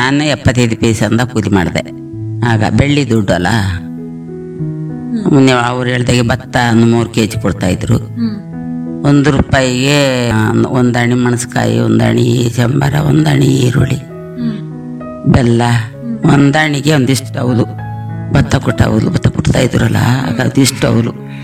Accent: Karnataka, India; born there; now in H.D. Kote taluk, India; ನಮ್ದು ಊರು ನಾಗರಹೊಳೆ ಗೋಣಗದ್ದೆ, ನಮ್ಮ ಊರು ಅರೆಸ್ಟ್ ಒಳಗಡೆ.

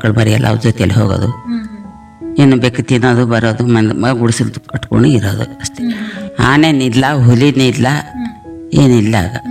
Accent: Nagarahole, Karnataka, India; ನಮ್ದು ಊರು ನಾಗರಹೊಳೆ ಗೋಣಿಗದ್ದೆ, ನಮ್ಮ ಊರು ಫಾರೆಸ್ಟ್ ಒಳಗಡೆ.

